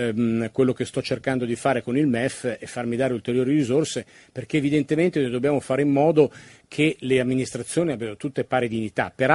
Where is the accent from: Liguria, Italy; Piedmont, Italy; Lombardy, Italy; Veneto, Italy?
Piedmont, Italy; Io vengo dal Piemonte